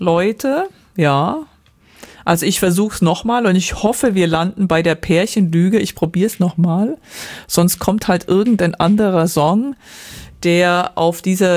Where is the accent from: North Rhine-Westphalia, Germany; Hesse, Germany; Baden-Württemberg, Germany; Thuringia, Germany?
Baden-Württemberg, Germany; moved away; also ich komme aus der Nähe von Ulm